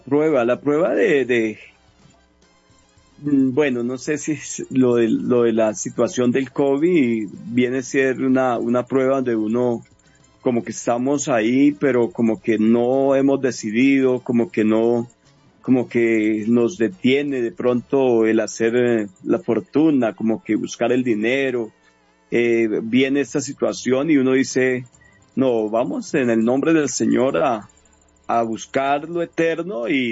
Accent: San Juan de Río Seco, Cundinamarca, Colombia; yo soy de acá, de San Juan de Río Seco, yo soy de esta región. Yo conocí el Evangelio en esta iglesia donde estoy ahora

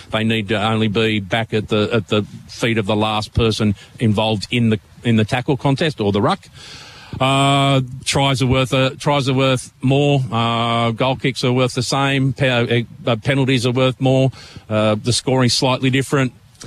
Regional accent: New South Wales, Australia; I grew up in New South Wales

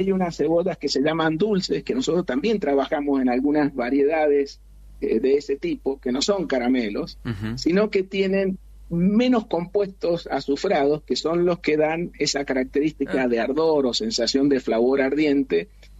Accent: Mendoza, Argentina; yo soy mendocino.

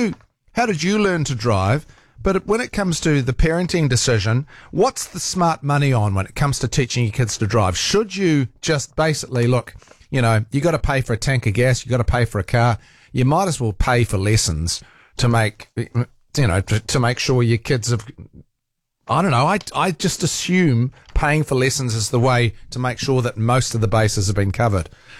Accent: Rotorua, Bay of Plenty, New Zealand; I grew up in Rotorua, where my dad worked at the Forest Research Institute

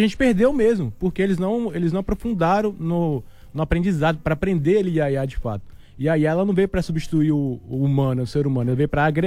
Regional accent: Minas Gerais, Brazil; moved away; E assim, eu não sou daqui, né? Eu sou de Minas Gerais.

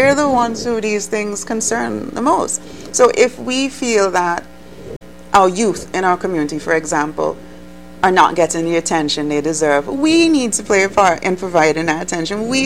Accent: Coolidge, Saint George, Antigua & Barbuda; now in McKinnon's, Antigua; my entire childhood, my life, everything was built in the north. You know, I grew up in Coolidge. I spent most of my summers in McKinnon's. I live in McKinnon's. I have family in Yorks. I have family in Hodges Bay, Blue Water, all of that.

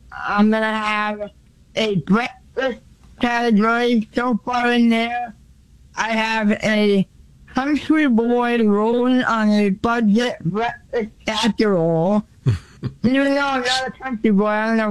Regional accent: New England, United States; So I'm from New England.

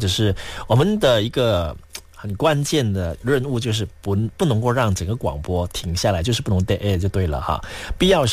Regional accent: Malaysia

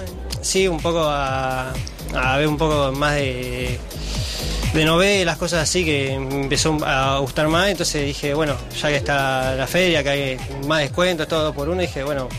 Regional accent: Buenos Aires, Argentina; Y no, somos acá de Capital, así que...

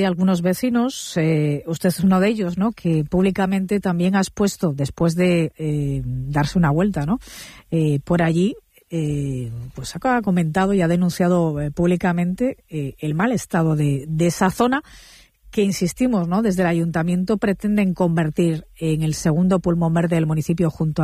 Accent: Torrelavega, Cantabria, Spain; La verdad es que confieso que yo, que soy de Torrelavega, ¿no?, supongo que muchos oyentes lo saben

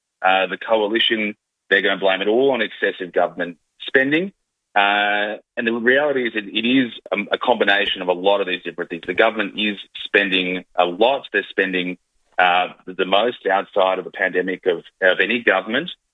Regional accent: Sydney, New South Wales, Australia; I grew up in Sydney, and when you go on a road trip in Sydney

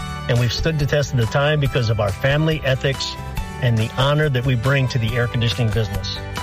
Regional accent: Florida, United States; Growing up in Southwest Florida, it was a quiet little town back then.

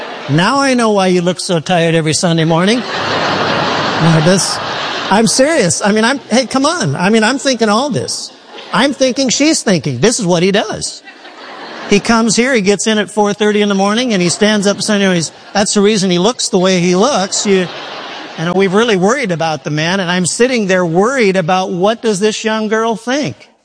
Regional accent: Midwest, United States; I mean, the lightning was something I've never seen. And I'm from the Midwest.

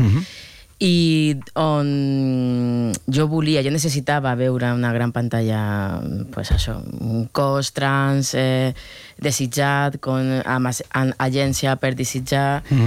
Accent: Níjar, Andalusia, Spain; yo en vaig créixer allà, a Níjar.

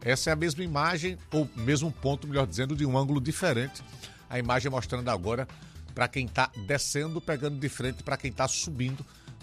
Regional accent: Maceió, Alagoas, Brazil; Sou maceioense de quatro costados, nascido e criado aqui em Alagoas, mas eu tenho uma dificuldade histórica de conviver com calor e sol.

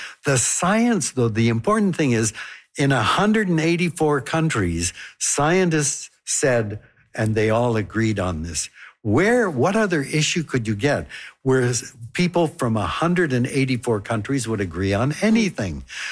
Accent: Vancouver, British Columbia, Canada; You know, I was born in Vancouver, and we lived in Marpole. And as a kid, I used to go fishing for trout in a creek that no longer exists in Vancouver.

